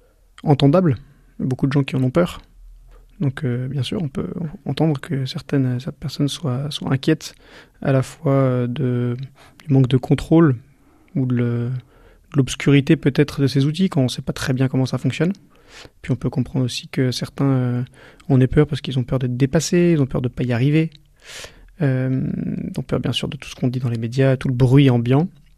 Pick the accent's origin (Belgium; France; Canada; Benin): France; Brittany; now in Marseille, France; je vous appelle de Marseille. Je suis breton, donc je suis pas très loin de chez vous.